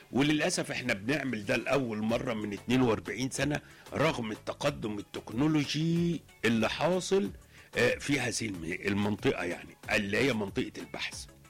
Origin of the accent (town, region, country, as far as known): Egypt